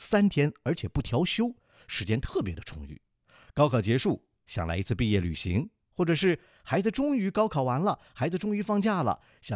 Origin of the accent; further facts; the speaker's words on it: Gansu, China; moved away; 我的家乡甘肃